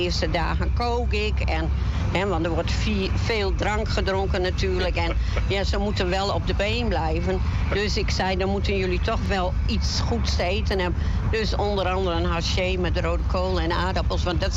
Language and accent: Dutch; Ruischerbrug, Groningen, Netherlands; En ik kom uit Groningen. Ruisgebrug. Een plaatsje tegen Groningen aan.